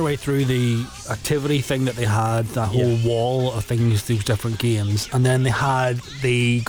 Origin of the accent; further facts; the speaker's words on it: Randalstown, Northern Ireland, United Kingdom; Hummus was something I never had as a child. There was there was no hummus in Randallstown in the 80s and the 90s.